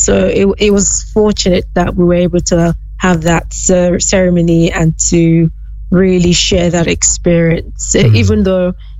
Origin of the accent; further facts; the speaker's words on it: Western Nigeria, Nigeria; I grew up in the western part of the country, which was relatively peaceful and safe.